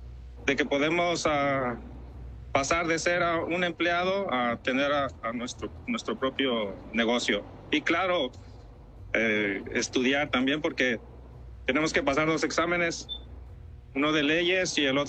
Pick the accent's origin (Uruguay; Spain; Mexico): Mexico; Puebla; Para que lo soy de Puebla, de donde somos los feos, prietos, gordos y chaparros.